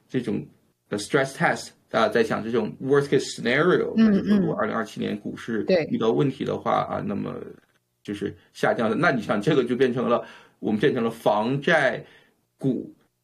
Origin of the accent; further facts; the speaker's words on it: Canada; 我们加拿大不像美国，我们相对来说经济是更弱一点的啊。